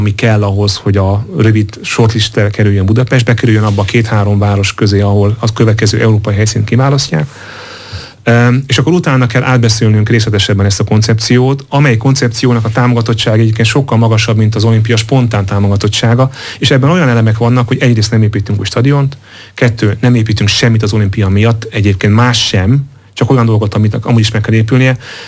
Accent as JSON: {"language": "Hungarian", "country": "Hungary", "said": "mi büszke magyarok vagyunk"}